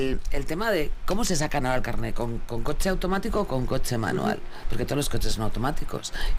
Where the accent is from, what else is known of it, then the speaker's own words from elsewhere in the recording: Izarra, Basque Country, Spain; A ver, yo soy de pueblo. Soy de Izarra, entonces yo creo que nosotros cogíamos tractores, coches, camiones, motos.